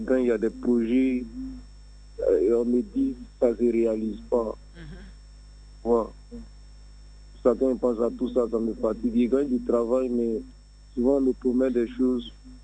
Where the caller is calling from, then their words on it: Abidjan, Côte d’Ivoire; Je vous appelle de Vridi.